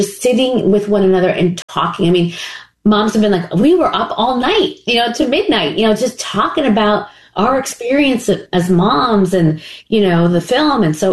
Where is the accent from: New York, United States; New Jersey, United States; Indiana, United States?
New York, United States; I think, look, I'm a New Yorker.